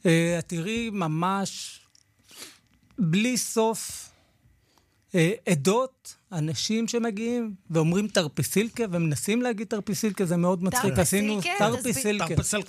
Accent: Jerusalem, Jerusalem District, Israel; אני גרתי, נולדתי בקטמונים.

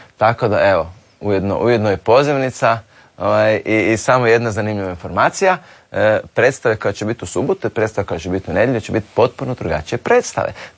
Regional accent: Croatia; ja sam iz Hrvatske.

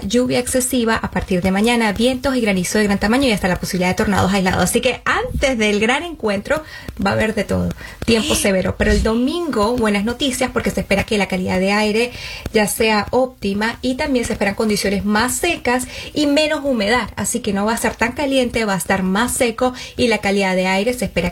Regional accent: Venezuela; Venezuela no llegó, soy venezolana, pero mis abuelos son colombianos

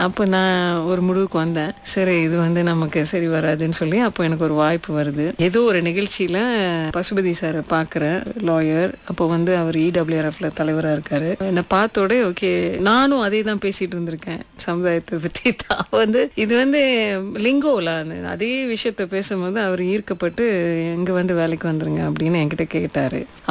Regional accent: Sentul, Kuala Lumpur, Malaysia; ஏன்னா நான் பிறந்து வளர்ந்ததெல்லாம் செந்தூலில் தான். இப்போ செந்தூல்னாலே எல்லாரும் சொல்லிடுவாங்க, யூனிவர்சிட்டி போகும்போது ஐயோ செந்தூலா அதெல்லாம் பயங்கரமான இடமாச்சே அப்படின்ட்டுலாம் நிறையா பேர் சொல்லியிருக்காங்க.

